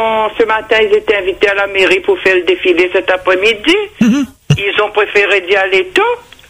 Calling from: Saint-Pierre, Réunion; je vous appelle de Bois d'Olive, exactement, dans le chemin du Mar.

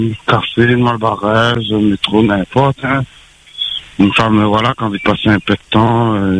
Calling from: Saint-Denis, Réunion; Bah, moi je suis à Saint-Denis, on va dire à Saint-Denis alors.

